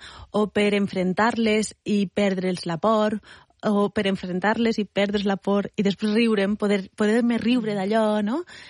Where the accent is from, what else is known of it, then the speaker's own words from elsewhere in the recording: Valencian Community, Spain; Soc valenciana.